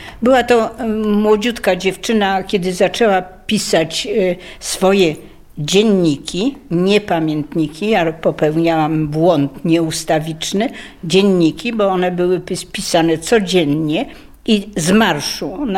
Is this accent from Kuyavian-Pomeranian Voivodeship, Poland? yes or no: yes; Kuyavian-Pomeranian Voivodeship, Poland; now in Komorów, Poland; ja jestem z głębi Polski, jestem z Kujaw, z Pomorza